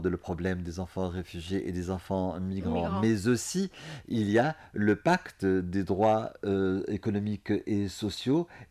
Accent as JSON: {"language": "French", "country": "Tunisia", "said": "Et chose extraordinaire chez nous en Tunisie, parce qu'on n'arrête pas de le dire, nous sommes pionniers en matière de cadre législatif pour les enfants"}